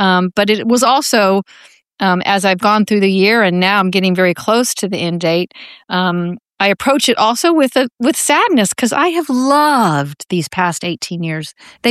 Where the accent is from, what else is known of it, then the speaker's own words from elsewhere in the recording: Oklahoma, United States; moved away; also born or lived in North Texas; I grew up in the Disciples of Christ Church in Oklahoma, mostly, a little bit in North Texas, where my family's been for generations. And so I grew up in a very progressive but deeply religious household.